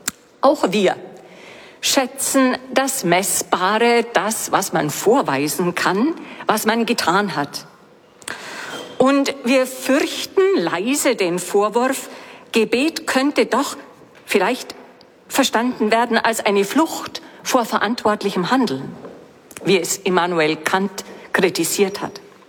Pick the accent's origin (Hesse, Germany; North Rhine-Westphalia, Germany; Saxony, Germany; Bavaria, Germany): Bavaria, Germany; born there; moved away; als gebürtige Diözesanin von Augsburg